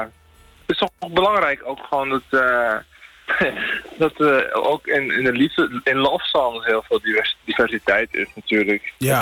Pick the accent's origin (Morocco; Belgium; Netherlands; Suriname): Suriname; born there; Ik zing in het Surinaams de taal van het land waar ik ben geboren.